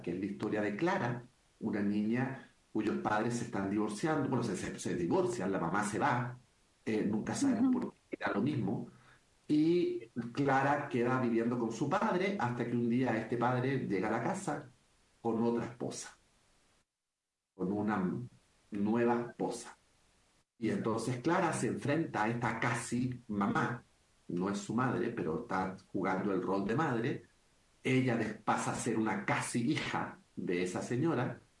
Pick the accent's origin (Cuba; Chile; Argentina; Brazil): Chile; also born or lived in Mexico / New York, United States / Puerto Rico / Miami, United States; now in Barcelona, Spain; A ver, soy un escritor chileno que ha vivido en muchos países. Viví muchos años en México, muchos años, de México, después me fui a Nueva York, de Nueva York me fui a vivir a Puerto Rico